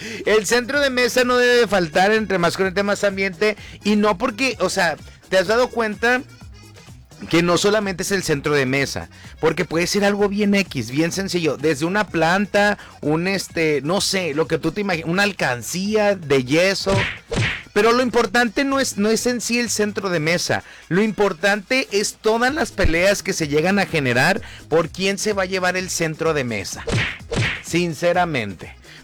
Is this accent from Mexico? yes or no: yes; Mexico; como mexicanos siempre nos caracteriza que todo sea como exagerado